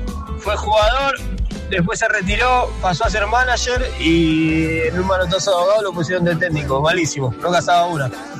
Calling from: Isidro Casanova, Buenos Aires Province, Argentina; Hola chicos, hola … de Casanova, hincha de Mirante Brón.

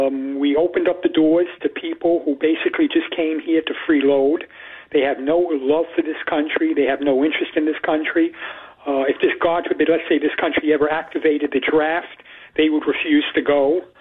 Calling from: United Kingdom; as we British say.

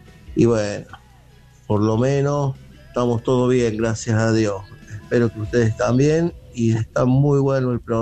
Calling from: Villa Santa Rosa, Córdoba, Argentina; Yo soy de Villa Santa Rosa.

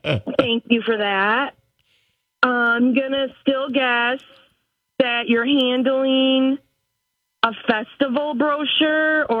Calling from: South Haven, Michigan, United States; from South Haven.

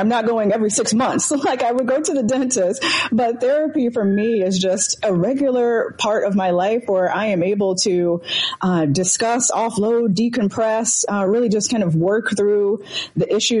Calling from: Baltimore, Maryland, United States; I am calling in from Baltimore, Maryland.

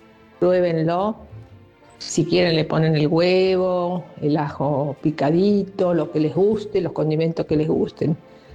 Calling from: Buenos Aires Province, Argentina; de Zona Oeste.

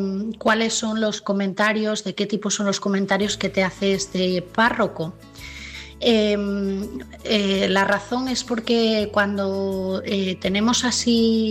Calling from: Asturias, Spain; de Asturias

